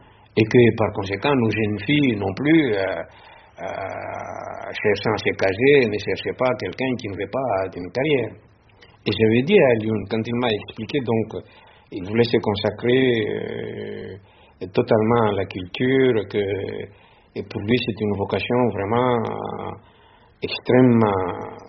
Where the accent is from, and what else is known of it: Madagascar